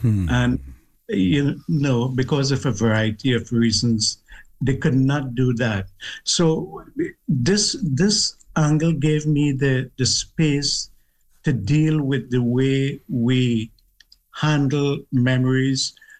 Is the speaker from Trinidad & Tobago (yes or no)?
yes; Trinidad & Tobago; moved away; I grew up in South Trinidad in a little village called Tablan. And there was an extended, you know, I grew up in a house with an extended family.